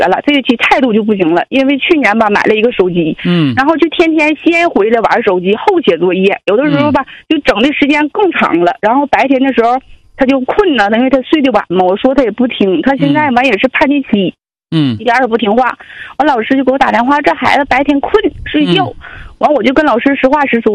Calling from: Changchun, Jilin, China; 那个学校条件肯定没咱们长春这边就是外在的条件好

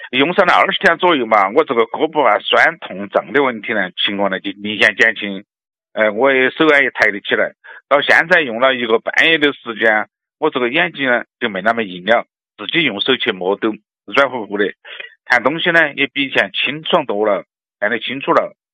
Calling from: Chengdu, Sichuan, China; 四川成都的。

